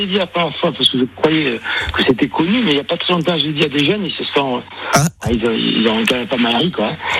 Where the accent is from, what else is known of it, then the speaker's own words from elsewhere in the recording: Pau, France; moved away as an adult; je venais de ma campagne du Gers, de Pau, et j'arrivais à Toulouse.